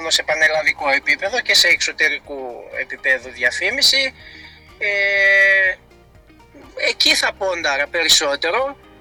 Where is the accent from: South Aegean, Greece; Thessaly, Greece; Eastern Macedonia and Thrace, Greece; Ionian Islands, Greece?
Eastern Macedonia and Thrace, Greece; Εμένα είναι ο τόπος κατοικίας μου. Εγώ δεν έχει τύχει ποτέ να βγω έξω. Αγαπάω τον τόπο μου.